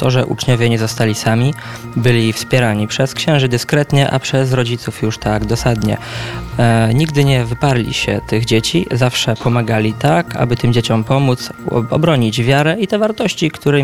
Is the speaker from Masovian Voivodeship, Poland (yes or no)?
yes; Miętne, Masovian Voivodeship, Poland; Miętne jest przede wszystkim moją rodzinną miejscowością, stąd się wywodzę, tu też mieszkam